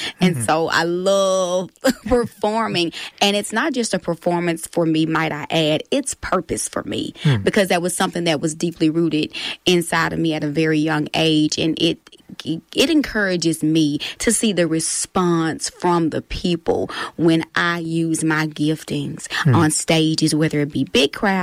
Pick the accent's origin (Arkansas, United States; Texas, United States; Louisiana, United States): Arkansas, United States; it talks about, you know, an Arkansas woman in particular, because I am from Arkansas, but it really speaks volumes of the what a woman from the South usually, you know, entails.